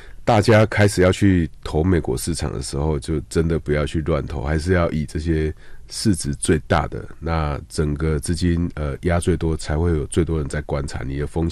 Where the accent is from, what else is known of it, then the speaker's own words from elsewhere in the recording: Taiwan; 像我们台湾人出去开的像 NVIDIA 啊